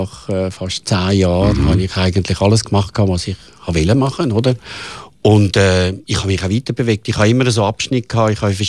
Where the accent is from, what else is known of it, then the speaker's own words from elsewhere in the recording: Switzerland; Ich habe immer gesagt, also wir als Schweizer, wir leben mit einer Eigenverantwortung oder sind aufgewachsen mit einer Eigenverantwortung.